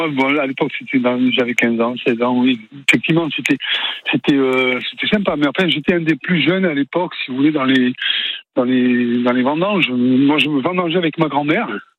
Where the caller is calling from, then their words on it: Nouvelle-Aquitaine, France; Je suis dans le Médoc, là. Je suis à Végadon.